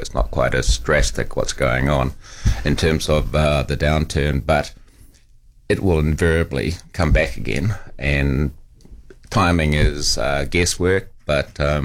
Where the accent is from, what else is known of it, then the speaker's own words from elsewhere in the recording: New Zealand; also born or lived in United States; In truth, it's because I'm a Kiwi and I lived in America for 37 years, but we come backwards and forwards, and I have faith and belief in our country.